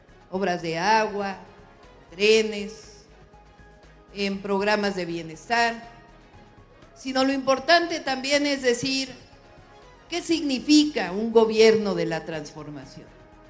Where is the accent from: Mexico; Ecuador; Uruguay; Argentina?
Mexico